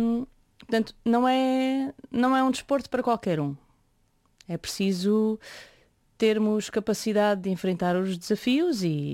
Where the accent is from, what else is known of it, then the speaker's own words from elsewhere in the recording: Lisbon, Portugal; moved away as an adult; now in Faial, Portugal; Eu nasci em Lisboa, portanto, acabei por estudar em casa.